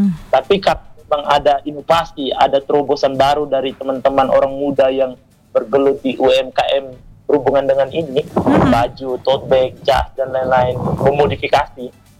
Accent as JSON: {"language": "Indonesian", "town": "Ende", "region": "East Nusa Tenggara", "country": "Indonesia", "said": "identitas kita sebagai orang ND, sebagai orang NTT. Dan itu satu kebanggaan benar"}